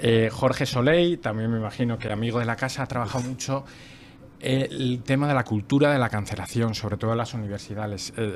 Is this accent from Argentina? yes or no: no; Spain; cómo los españoles acabamos machacando a los americanos en el otro lado del Atlántico